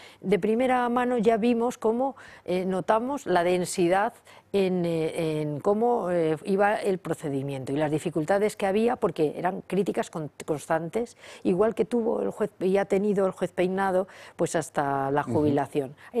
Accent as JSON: {"language": "Spanish", "country": "Spain"}